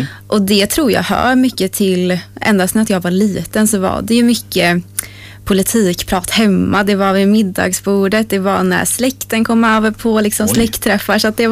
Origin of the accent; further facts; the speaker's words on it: Trollhättan, Västra Götaland County, Sweden; moved away as an adult; now in Vänersborg, Sweden; Jag är ju uppvuxen och född i Trollhättan, så det är ju en nära stad till Handa. Men nu bor jag i Vänersborg